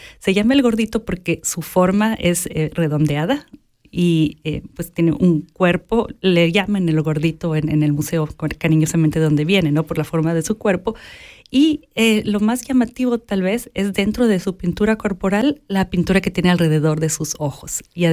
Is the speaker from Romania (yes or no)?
no; Ecuador; moved away as an adult; also born or lived in Quito; now in Switzerland; yo como ecuatoriana